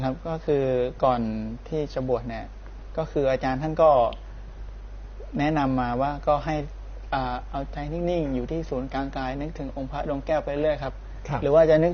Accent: Thailand; now in Pathum Thani, Thailand; ปกติบ้านเกิดอยู่ฉะเชิงเทราครับแต่ว่าทีนี้พอผมเข้ามาอยู่วัดได้ประมาณปีหนึ่งสองปีก็ย้ายมาอยู่ปทุมครับย้ายมาอยู่ใกล้วัดเลยครับ

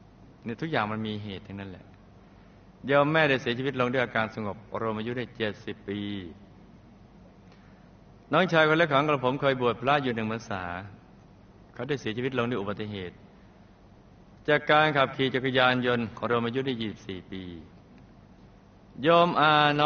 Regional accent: Bangkok, Thailand; born there; ผมเกิดที่กรุงเทพ

